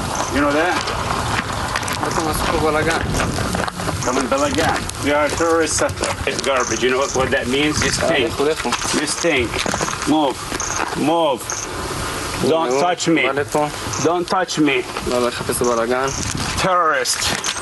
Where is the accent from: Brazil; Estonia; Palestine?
Palestine; Qusra, West Bank; now in United States; I was born and raised in Qusra. My mother, 83 years old, is still in Qusra.